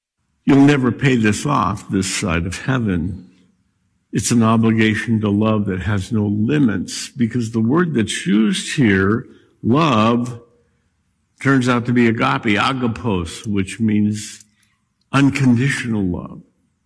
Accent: Scotland, United Kingdom; I'm Scottish. My dad taught me to save everything.

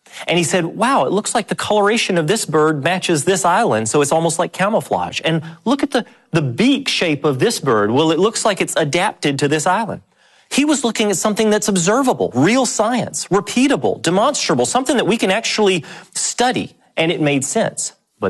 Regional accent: Tennessee, United States; from where I grew up in Middle Tennessee

